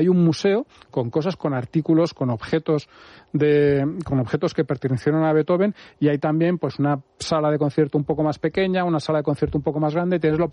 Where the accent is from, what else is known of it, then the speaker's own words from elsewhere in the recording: Spain; A mí los ríos grandes, como buen español que estamos acostumbrado a que los ríos sean, pues como son aquí en España